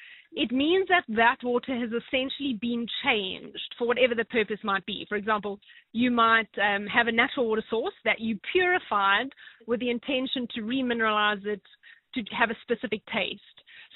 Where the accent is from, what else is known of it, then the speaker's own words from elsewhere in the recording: South Africa; as a South African